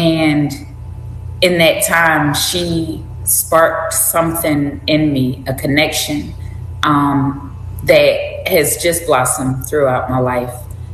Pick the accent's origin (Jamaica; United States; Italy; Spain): United States; Philadelphia, Pennsylvania; born or raised there; moved away as an adult; also born or lived in South Georgia; now in Utah, Alabama, United States